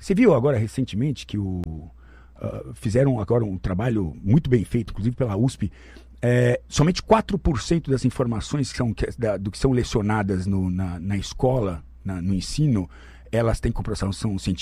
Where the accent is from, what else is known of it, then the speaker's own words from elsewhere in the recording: Brazil; born there; Eu sou filho de imigrantes. Meu pai alemão, minha mãe italiana. Os dois vieram da Europa num navio, se conheceram no navio, e eu devo ter sido produzido lá nesse frete, e nasci aqui no Brasil, primeira geração.